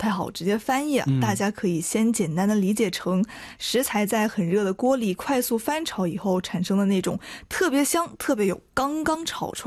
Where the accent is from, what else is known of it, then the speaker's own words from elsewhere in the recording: Changsha, Hunan, China; 就是我们长沙人的打流文化。